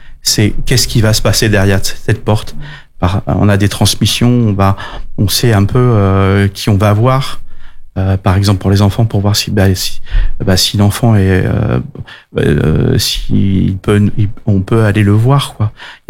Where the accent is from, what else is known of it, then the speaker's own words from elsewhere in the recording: France; also born or lived in Belgium; Moi, je suis français, elle est espagnole, et puis on avait envie d'entrer en France. Et nous sommes rentrés sur le secteur de la Dordogne